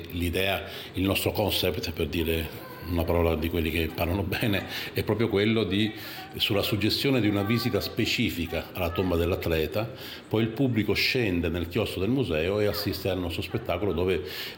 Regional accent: Taranto, Apulia, Italy; per me che sono di Taranto

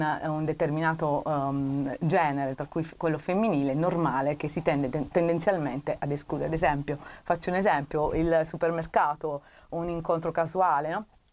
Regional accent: Taranto, Apulia, Italy; in quanto anche Pugliese e Tarantina

